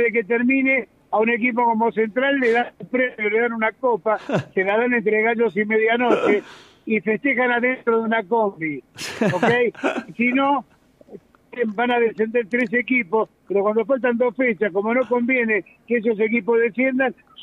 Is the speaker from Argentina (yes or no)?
yes; Argentina; somos originales los argentinos.